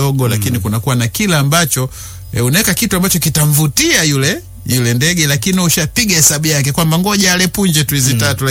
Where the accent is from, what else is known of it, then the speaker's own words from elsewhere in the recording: Ukerewe, Mwanza, Tanzania; Maki sasa umetuacha sisi ambao tumetoka kule tumetoka kule Kasaramsenga, Kaparamsenga na kule Uviza na kule Ukerewe.